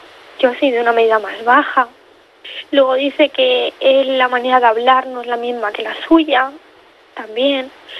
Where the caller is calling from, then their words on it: Barcelona, Catalonia, Spain; Y yo soy de Zona Franca.